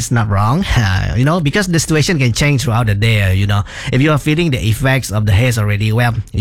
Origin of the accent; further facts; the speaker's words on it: Sarawak, Malaysia; now in Kuching, Malaysia; in Kenawit, not far from my hometown